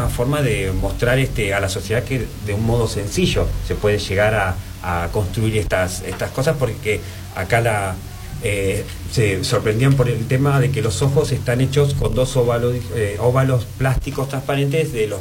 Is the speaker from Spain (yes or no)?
no; Patagonia, Argentina; Miren que yo soy muy patagónico y diseñé muchos juguetes, decenas de juguetes para dentro de la casa.